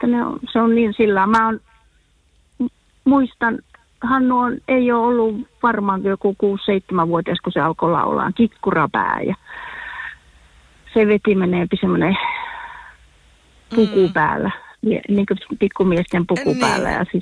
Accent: Kokkola, Central Ostrobothnia, Finland; ja jos käyn Suomessa, niin ehkä Vantaalla tai sitten Kokkolassa, mistä mä oon kotoisin

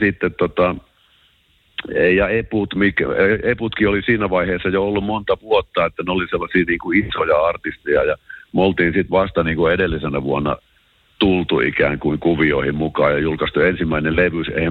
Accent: Joensuu, North Karelia, Finland; me tultiin Joensuusta

